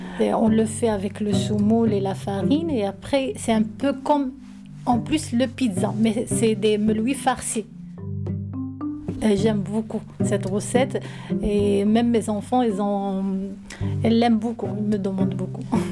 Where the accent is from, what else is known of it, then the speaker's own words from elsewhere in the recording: Morocco; French is a second language; now in Switzerland; Je suis une Marocaine, mariée à Gruyère, j'ai 3 enfants.